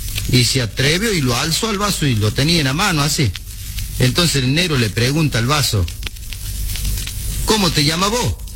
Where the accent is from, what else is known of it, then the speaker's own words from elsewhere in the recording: Córdoba, Argentina; Porque boliche le decimos en Córdoba, donde se toma vino